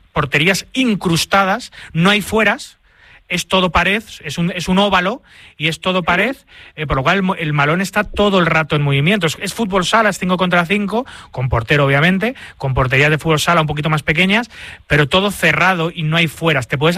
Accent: Spain; Te digo una cosa, da igual lo que se juegue, cómo se juegue, yo soy español

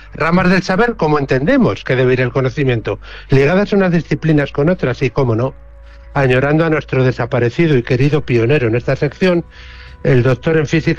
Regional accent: Spain; porque somos españoles y los españoles tratamos así a nuestros próceres, las cosas como son.

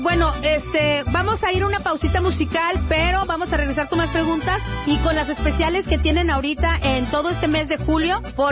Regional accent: Mexico; Yo sé que muchas veces nosotros, como buenos Mexican curios, como buenos latinos, siempre andamos regateando, ¿verdad?

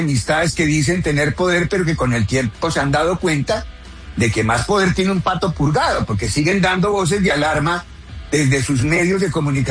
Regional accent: Colombia

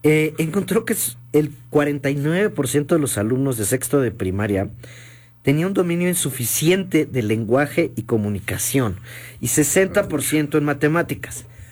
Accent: Mexico; estamos en una situación, la verdad, que debería de estarnos preocupando a todos como mexicanos.

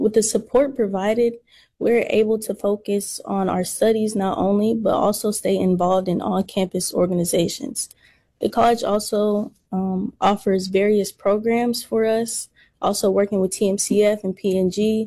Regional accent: Dallas, Texas, United States; I am a junior from Dallas, Texas, majoring in business management.

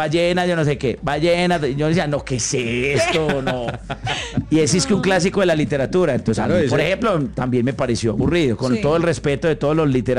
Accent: Medellín, Antioquia, Colombia; Y crecí en Santa Cruz, en Zamora, que son barrios muy populares en la comuna nororiental de Medellín. Crecí como en esas dos zonas

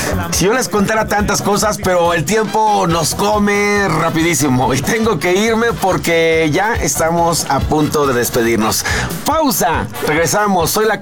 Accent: Mexico City, Mexico; now in Toluca, Mexico; Aunque no soy de aquí realmente, soy de la Ciudad de México, pero Toluca me adoptó desde que llegué. Llevo ya un buen rato viviendo aquí, aquí nació mi hija

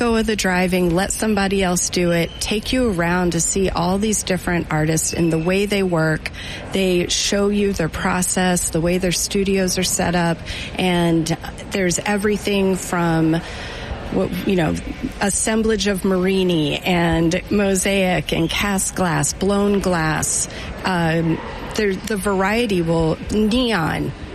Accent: Georgia, United States; So I went to college at the Rhode Island School of Design, right out of Georgia.

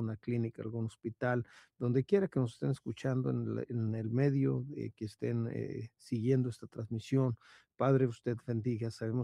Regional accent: Mexico

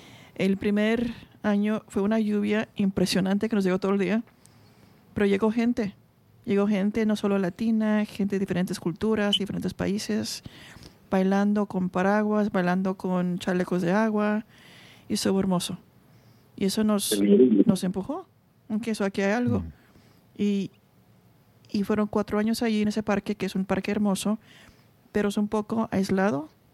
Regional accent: Mexico; now in Bendigo, Australia; Yo tengo aquí 13 años viviendo en Bendigo y adoro a Bendigo. Y de chiripada soy mexicana, entonces por lo menos eso me salvé.

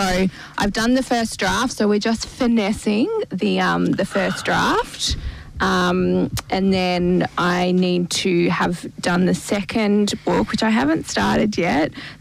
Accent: Australia; Okay, well, I am an Australian author

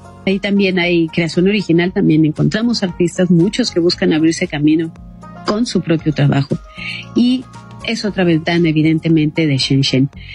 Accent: Mexico

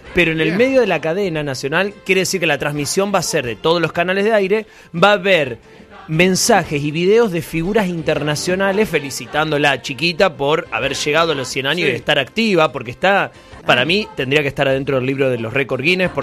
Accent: Ascensión, Buenos Aires Province, Argentina; Y vos sabés que siempre se acuerda que soy de Ascensión, porque mi pueblo es al lado de Villa Cañas

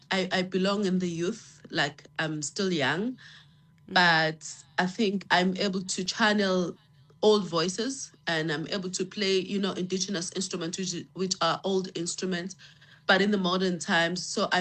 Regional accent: Mandeni, KwaZulu-Natal, South Africa; I grew up in Mandeni, north of KZN, which is Amakhaya.

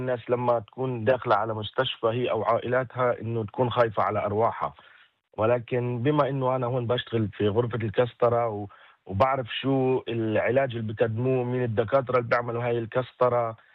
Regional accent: Abu Ghosh, Jerusalem District, Israel; أنا من قرية أبو غوش، درست التخصص بمخللة لمنهال في القدس.

